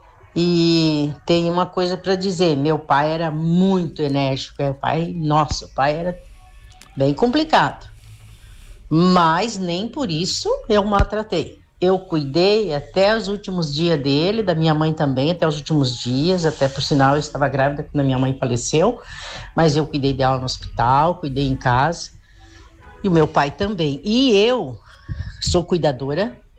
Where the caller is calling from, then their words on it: Joaçaba, Santa Catarina, Brazil; sou de Joaçaba.